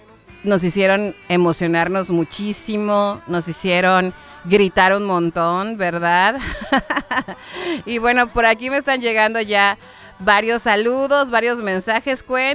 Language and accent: Spanish; Mexico; que no solo ellos, sino nosotros como mexicanos lo dejamos todo, absolutamente todo.